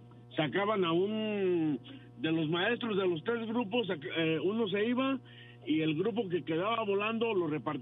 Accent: Zamora, Michoacán, Mexico; now in Jerome, United States; Pero soy de Zamora, Michoacán.

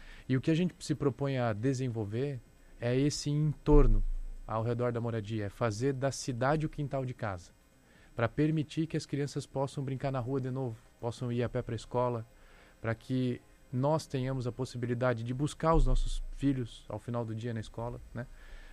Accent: Joinville, Santa Catarina, Brazil; Nasci na Zona Sul, ali no Floresta, e eu sempre fui para a escola a pé, sabe?

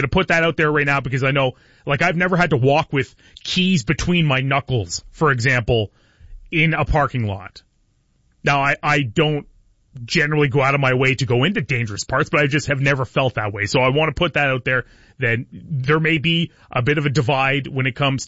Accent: Bell River, Ontario, Canada; moved away; also born or lived in Calgary, Alberta / Athabasca, Alberta / Puce, Ontario; I grew up in Puce and Bell River.

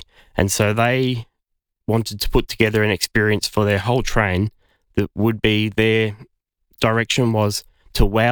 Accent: South Australia, Australia; But I grew up in the Barossa and I was always passionate about the Barossa.

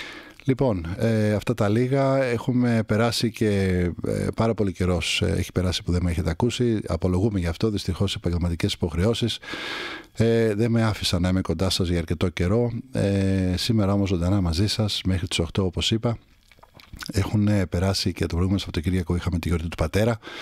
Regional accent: Kaminia, Attica, Greece; born or raised there

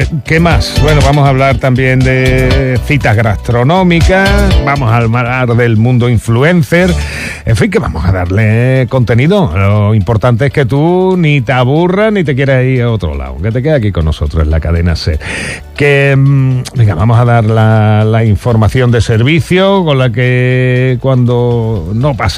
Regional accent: Almonte, Andalusia, Spain; born there; a las cosas de mi pueblo

